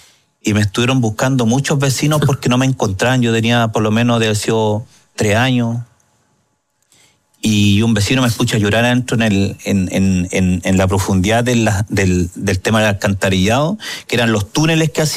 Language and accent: Spanish; Santiago, Santiago Metropolitan Region, Chile; yo soy nacido y criado en Cerrillos, nací en el sector de Plaza Arica, en un sector San Martín que se llama.